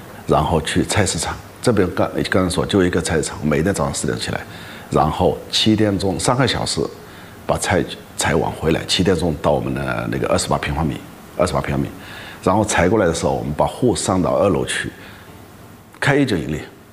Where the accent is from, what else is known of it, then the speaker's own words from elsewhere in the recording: China; now in Dubai, United Arab Emirates; 我们中国人在海外